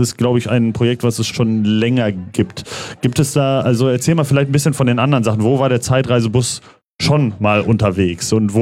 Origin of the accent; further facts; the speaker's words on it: North Rhine-Westphalia, Germany; für mich als gebürtigen Münsterländer